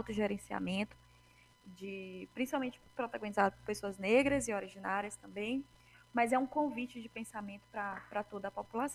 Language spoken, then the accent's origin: Portuguese; Maranhão, Brazil; now in Recife, Brazil